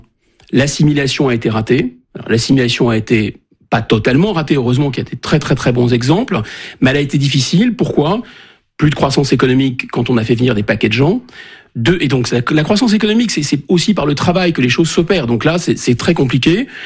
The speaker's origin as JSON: {"language": "French", "region": "Normandy", "country": "France", "said": "Moi, je suis un Français de Normandie, je me retrouve dans une classe en région parisienne, à la Courneuve"}